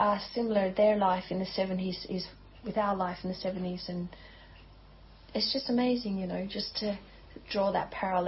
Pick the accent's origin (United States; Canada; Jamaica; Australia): Australia; New South Wales; Australia's changed a lot from where I grew up in the Snowy Mountains, where everyone knew everyone, doors were left unlocked.